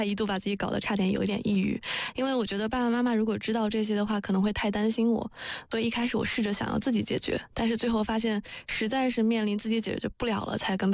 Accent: China; moved away

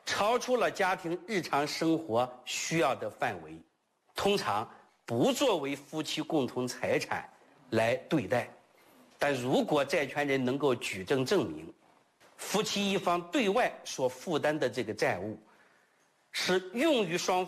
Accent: China

